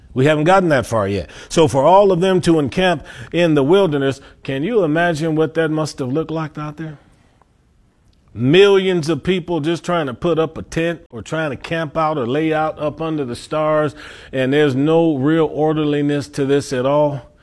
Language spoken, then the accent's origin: English; Cleveland, Ohio, United States; moved away as an adult; now in Hebron, United States; growing up in Cleveland